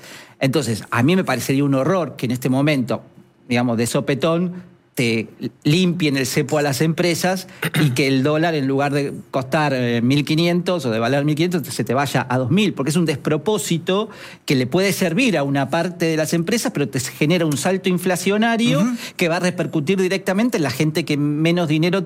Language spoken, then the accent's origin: Spanish; Argentina; Te transmite una paz que los argentinos no tenemos. ¿Viste esa intensidad que tenemos nosotros para hablar, para organizar? Somos medio italianos en todo sentido.